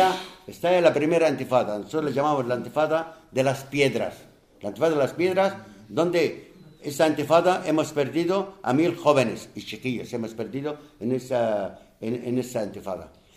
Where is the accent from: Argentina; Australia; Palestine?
Palestine